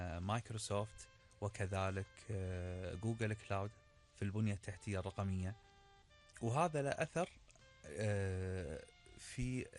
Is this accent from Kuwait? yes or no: yes; Kuwait; أنا سعودي لكن مولود في الكويت، وأكملت دراستي وتعلمت فيها، والكويت كان لها أثر كبير في تكويني